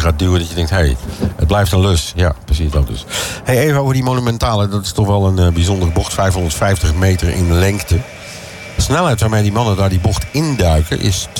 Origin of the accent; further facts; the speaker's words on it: Netherlands